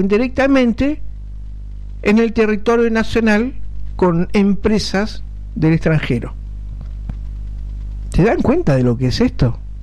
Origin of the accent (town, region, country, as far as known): Argentina